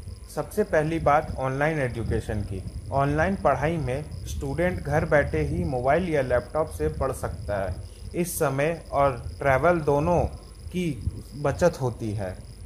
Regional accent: Baridih, Jharkhand, India; और मैं बारीडी का रहने वाला हूँ।

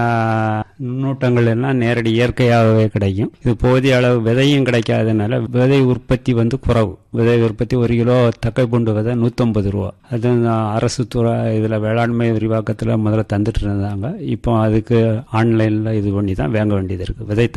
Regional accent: Thiruppathisaram, Tamil Nadu, India; எனது சொந்த ஊர் திருப்பதி சாரம். என் வயது 66.

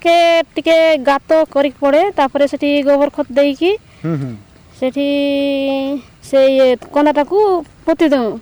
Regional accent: Mithakundari, Odisha, India; ଆମର ଗାଁ ହେଲା ମିଠକୁନ୍ଦରୀ

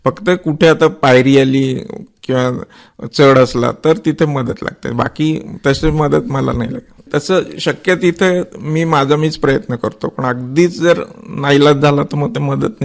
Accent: Satara, Maharashtra, India; मी जातो सुट्टीला साताऱ्याचं, मी साताऱ्याच आहे, सुट्टी असली की मी जातो साताऱ्याला.

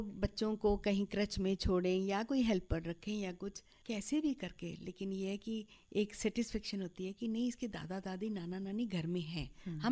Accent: Jammu, Jammu and Kashmir, India; मैं वैसे बेसिकली जम्मू से बिलोंग करती हूँ, मैं अपने घर में सबसे छोटी थी

